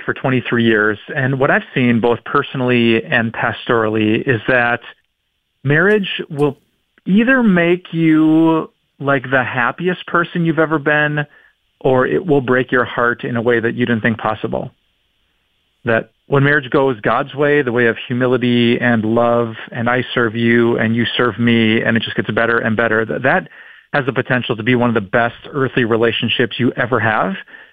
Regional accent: Green Bay, Wisconsin, United States; I'm a Wisconsin boy. So I was raised in Green Bay, Wisconsin. I'm a pastor now just south of Green Bay, where I've been for the past 12 years.

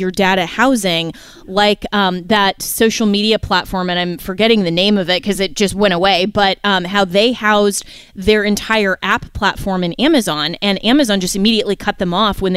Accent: Florida, United States; which is a huge debate right now in my home state of Florida.

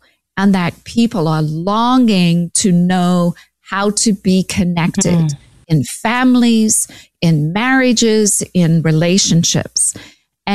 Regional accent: South Africa; now in United States; you know that I grew up in South Africa, came to America, where my dad was a well-known psychologist … at Fuller Graduate School of Psychology.

